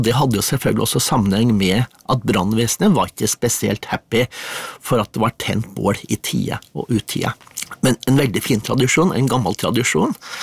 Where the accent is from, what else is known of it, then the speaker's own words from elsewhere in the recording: Våler, Innlandet, Norway; da jeg vokste opp, altså jeg kommer fra Våler i Solør